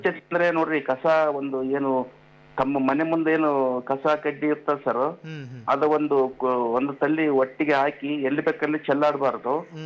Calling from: Karnataka, India; ಜೋಕೂರ್ ಗ್ರಾಮದಿಂದ

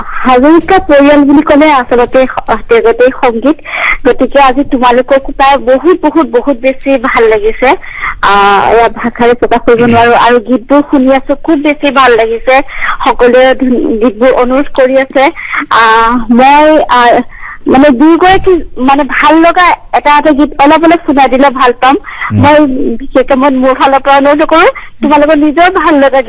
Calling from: Mangaldai, Assam, India; মই মঙ্গলদৈৰ পৰা

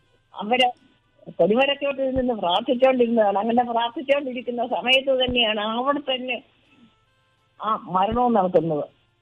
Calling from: Areekode, Kerala, India; Malappuram Areekode

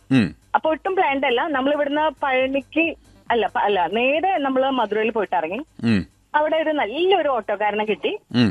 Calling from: Kochi, Kerala, India; ഞാൻ കൊച്ചി.

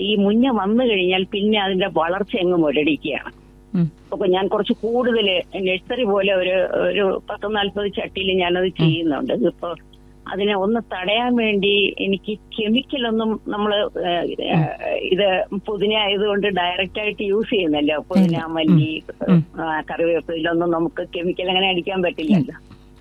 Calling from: Ulloor, Kerala, India; ഉള്ളൂരിൽ നിന്നാണ് സംസാരിക്കുന്നത്.

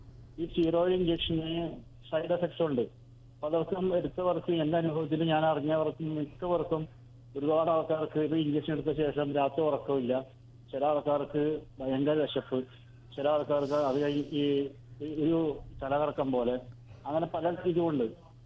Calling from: Ernakulam, Kerala, India; ഞാൻ എറണാകുളത്തുനിന്നാണ്

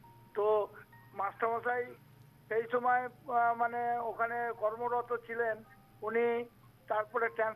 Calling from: Budhpur, West Bengal, India; আমি পশ্চিমবঙ্গের পূর্ব বর্ধমান জেলার বুধপুর থেকে

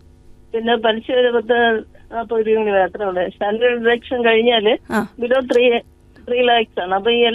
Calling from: Thiruvananthapuram, Kerala, India; ഞാൻ വിളിക്കുന്നത് ട്രിവാൻഡ്രത്തിൽ നിന്നാണ്. … ഞാനൊരു പെൻഷനറാണ്.

